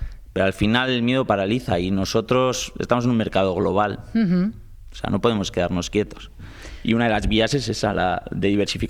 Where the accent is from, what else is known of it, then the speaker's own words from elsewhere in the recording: Basque Country, Spain; Claro, o sea, somos vascos, vascos, ¿eh?